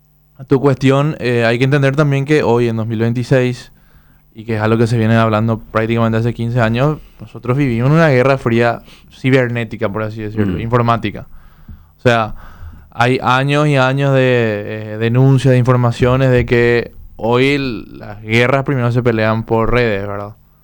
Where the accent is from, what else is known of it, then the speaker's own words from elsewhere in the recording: Uruguay; un país como el nuestro, que estamos entre medio de dos grandes países como son Argentina y Brasil.